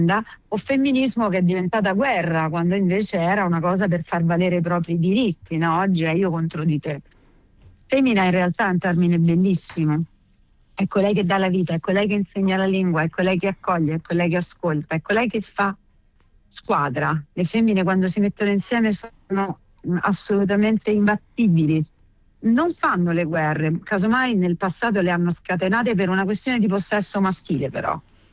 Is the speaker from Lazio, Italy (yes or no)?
yes; Rome, Lazio, Italy